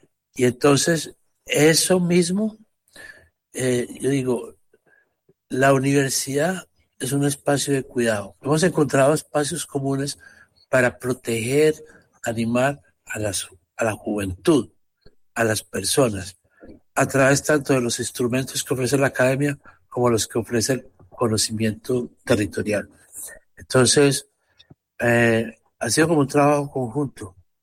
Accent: Medellín, Antioquia, Colombia; moved away as an adult; now in Amazon region, Colombia; Yo soy de Medellín, Antioquia. Medellín.

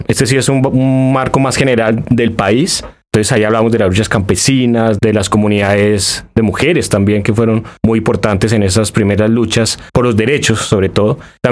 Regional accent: Bogotá, Colombia; pues porque es mi región, yo soy de Bogotá.

